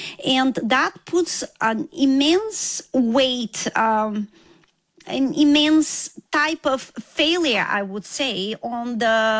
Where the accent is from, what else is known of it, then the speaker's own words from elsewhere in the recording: Bulgaria; English is a second language; now in United States; We wish we'd had entrance exams, just like in the rest of the world, specifically in my home country, Bulgaria.